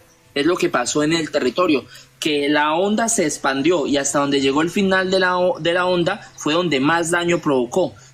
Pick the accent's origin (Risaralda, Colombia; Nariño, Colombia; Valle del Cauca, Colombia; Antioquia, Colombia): Valle del Cauca, Colombia; Buenaventura; moved away as an adult; now in Chocó, Colombia; yo soy nacido y criado en Buenaventura. Hace unos años estoy acá por, como te dije, condiciones de desplazamiento, la violencia de Buenaventura.